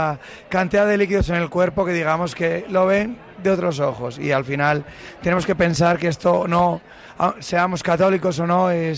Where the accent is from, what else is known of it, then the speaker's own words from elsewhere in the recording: Roa, Castile and León, Spain; este es mi pueblo, es mi casa, es mi iglesia